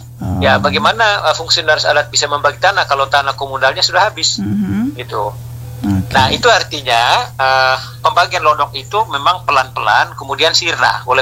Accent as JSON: {"language": "Indonesian", "area": "Manggarai", "region": "East Nusa Tenggara", "country": "Indonesia", "tie": "born or raised there", "said": "di kampung saya, misalnya di Rangat, Desa Bailolos ya"}